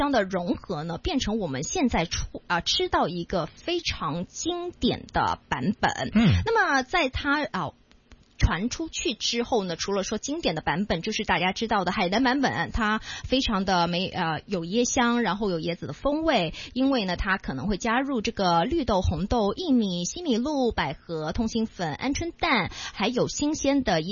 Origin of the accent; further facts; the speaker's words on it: Hong Kong; 我们香港人广东人最爱的一款东西，